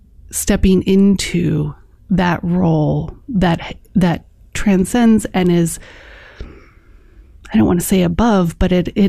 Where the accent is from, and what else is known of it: Chicago, Illinois, United States; born or raised there